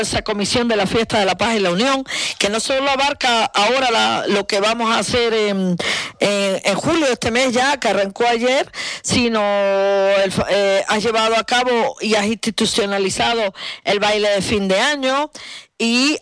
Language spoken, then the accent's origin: Spanish; Canary Islands, Spain; yo también digo soy de la cuesta